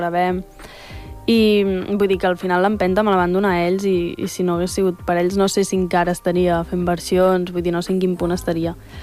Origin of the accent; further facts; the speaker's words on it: La Bisbal d'Empordà, Catalonia, Spain; tots som de la Bisbal i és un poble molt petit.